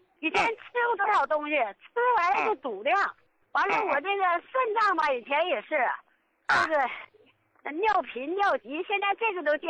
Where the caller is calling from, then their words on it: Jilin, China; 哎，我是吉林的。